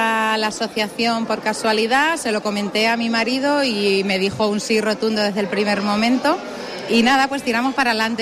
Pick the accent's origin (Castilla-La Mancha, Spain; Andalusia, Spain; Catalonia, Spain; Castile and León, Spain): Castilla-La Mancha, Spain; La Solana; now in Ciudad Real, Spain; aunque vivo aquí en Ciudad Real, pero soy de La Solana, y en La Solana, desde yo bien pequeña, siempre recuerdo haber niños de acogida en el verano